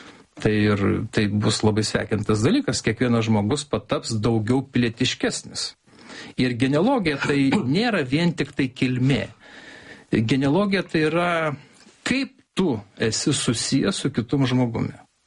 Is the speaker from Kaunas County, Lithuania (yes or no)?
no; Anykščiai, Utena County, Lithuania; moved away; aš kilęs iš Anykščių